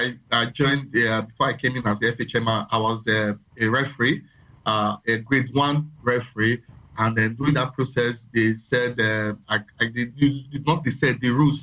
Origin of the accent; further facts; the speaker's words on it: Edo, Nigeria; I'm from the Edo South, precisely from Oredo local government in Edo State. That is the Benin-speaking tribe in Edo State.